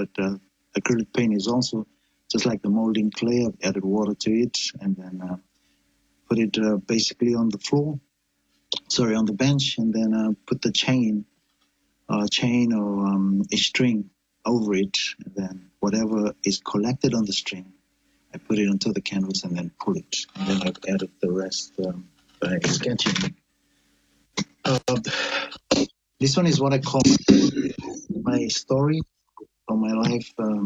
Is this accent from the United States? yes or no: no; Fiji; born or raised there